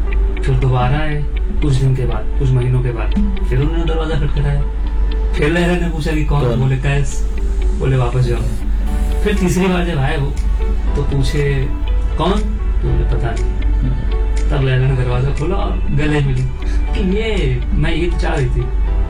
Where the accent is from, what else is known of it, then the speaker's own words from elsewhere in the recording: Lucknow, Uttar Pradesh, India; मैं जैसे लखनऊ से हूँ तो मेरी उर्दू थोड़ी अच्छी ग्रिप है उर्दू पे